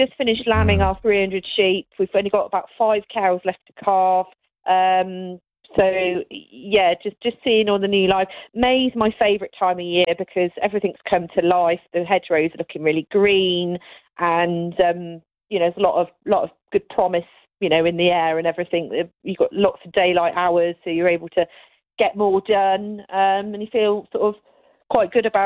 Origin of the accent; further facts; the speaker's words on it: South West England, United Kingdom; moved away as an adult; now in Northamptonshire, United Kingdom; So I grew up in the Cotswolds, and I joined Young Farmers when I was age 14